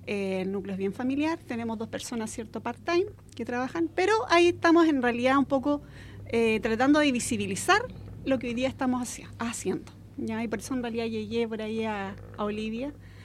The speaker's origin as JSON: {"language": "Spanish", "country": "Chile", "tie": "born there", "said": "Yo nací y fui criada en el campo."}